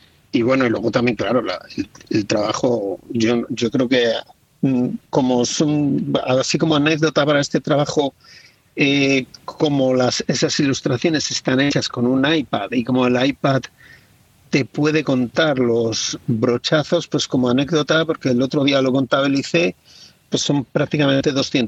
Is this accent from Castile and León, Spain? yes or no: yes; Valladolid, Castile and León, Spain; yo soy de Valladolid, me he criado en Valladolid, he vivido prácticamente toda la vida en Valladolid, he estudiado en la Escuela de Arte de Valladolid